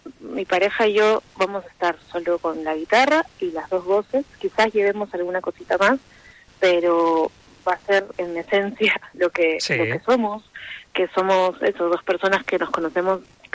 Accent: Peru; moved away as an adult; now in Spain; Sí, bueno, mi esposo y yo somos un dúo, somos peruanos. Vivimos acá en España hace 3 años.

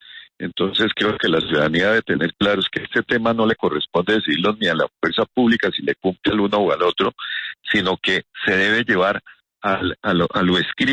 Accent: Colombia; yo creo que al final de cuentas lo que uno quiere como colombiano es que haya una transición de gobierno lo más normal posible

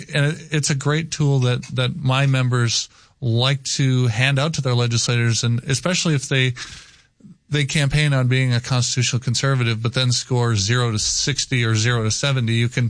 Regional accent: Wisconsin, United States; my home state of Wisconsin

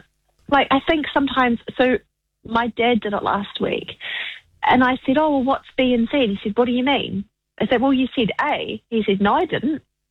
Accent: South Island, New Zealand; well, I'm from the South Island.

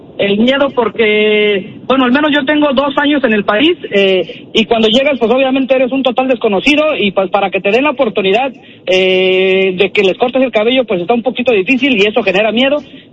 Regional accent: Oaxaca de Juárez, Oaxaca, Mexico

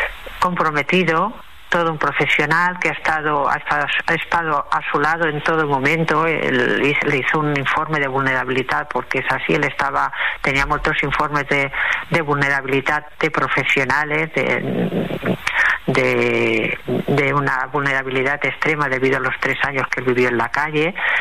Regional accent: Badalona, Catalonia, Spain; la primera vez que yo volví a Badalona, yo soy de Badalona, pero he estado muchos años viviendo fuera de Badalona

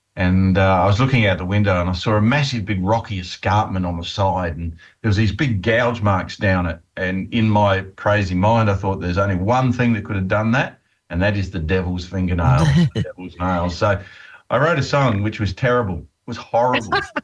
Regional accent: Australia; and we're from Australia, so she was a bit interested in that and asked a few questions.

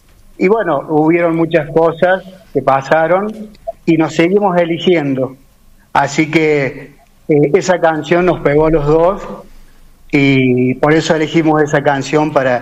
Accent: Merlo, San Luis, Argentina; born there; now in San Luis, Argentina; amo Merlo, nací en Merlo, bueno, ahora vivo en San Luis, capital, pero bueno, siempre hermoso Merlo

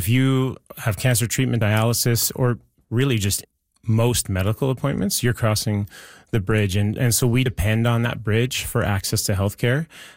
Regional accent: West Kelowna, British Columbia, Canada; I'm really excited to serve my residents in my hometown in this capacity.

